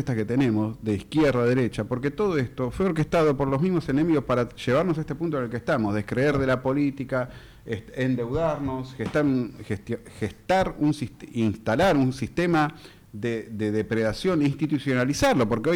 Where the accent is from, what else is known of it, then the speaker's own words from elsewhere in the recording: Argentina; El 6 nos tiene que encontrar a todos unidos, siendo argentinos, y luchar, ¿no? ¿Por qué no se lleven puesto este país?